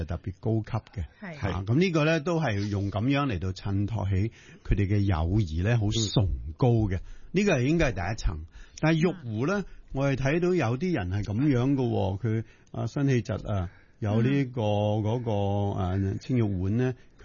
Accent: China; 我哋中国人呢好鍾意呢，嗰啲读书人夜晚瞓唔着嘛

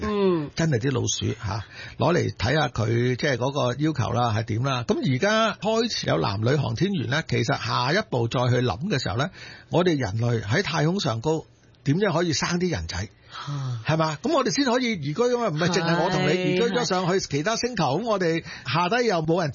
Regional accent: Hong Kong; 我们香港人

